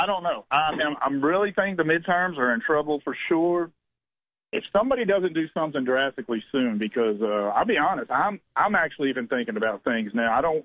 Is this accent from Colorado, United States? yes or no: no; Tennessee, United States; I'm from East Tennessee.